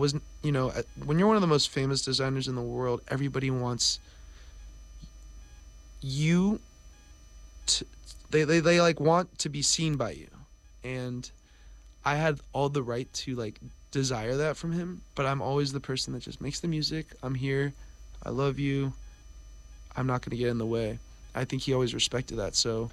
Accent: Tracy, California, United States; He's Mexican American, as am I. He's from Fresno. I'm from Tracy, which isn't too far from each other.

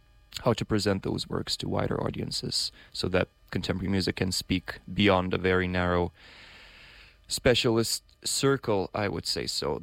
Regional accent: Vilnius, Vilnius County, Lithuania; also born or lived in London; now in New York City, United States; I'm a Lithuanian composer currently based here in New York City, and I'm pursuing my doctoral degree at Columbia University. I was born in Vilnius in 95

